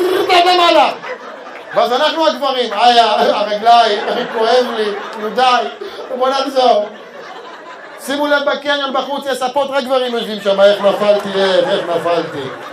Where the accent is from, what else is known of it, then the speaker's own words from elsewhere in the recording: Ramla, Central District, Israel; now in Shoham, Israel; אני במקור גדלתי ברמלה, אמיתי.